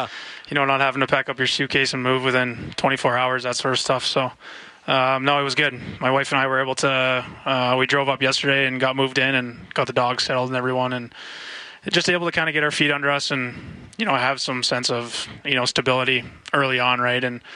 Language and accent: English; Canada; being Canadian, I'd have to worry about the visa or anything like that.